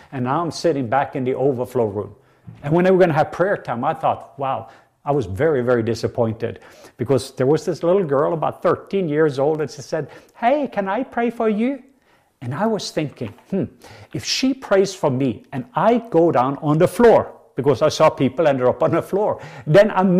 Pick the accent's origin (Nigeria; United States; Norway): Norway; English is a second language; I came all the way from Norway and I'd saved money for 6 months